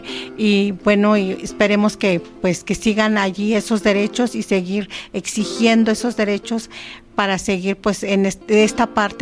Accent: Santiago Mexquititlán, Querétaro, Mexico; mi comunidad y mi pueblo pues es Santiago Mezquititlán, municipio de Amialco, Querétaro, y pues ha sido muy difícil vivir en mi pueblo

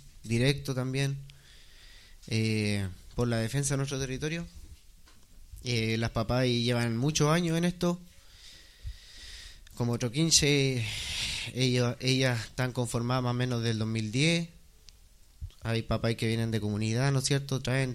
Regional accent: Penco, Biobío, Chile; soy de aquí de Penco, soy criado aquí en este territorio, en los cerros, ¿no es cierto? En el Lauquén.

